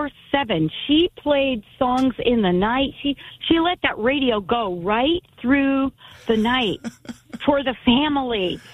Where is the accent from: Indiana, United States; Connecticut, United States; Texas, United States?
Connecticut, United States; now in Paris, Florida, United States; So, I lived in New England. I grew up in Connecticut.